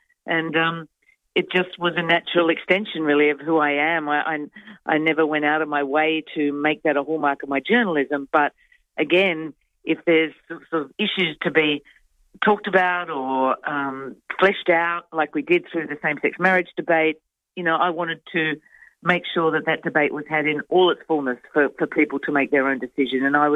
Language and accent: English; Adelaide, South Australia, Australia; I grew up in Adelaide in a family where my parents were very community-minded.